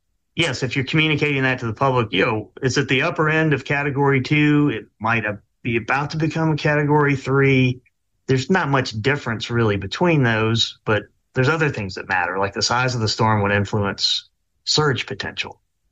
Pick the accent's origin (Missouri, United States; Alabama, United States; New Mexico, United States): Alabama, United States; Baldwin County; I grew up in Baldwin County